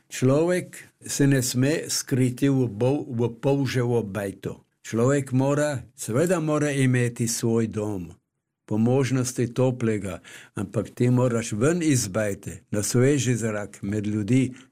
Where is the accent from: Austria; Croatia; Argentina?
Austria; Mlinče, Carinthia; born there; now in Rosental, Austria; z mamo Svetlano živita v Mlinčah, v moji rojstni vasi.